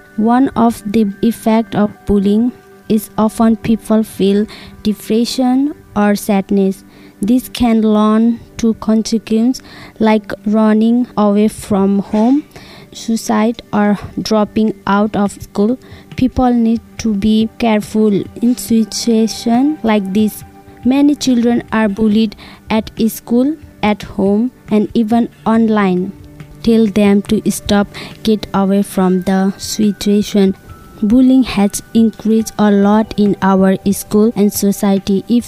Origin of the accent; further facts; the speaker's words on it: Nepal; English is a second language; I'm from Nepal. I go to Brescia High School.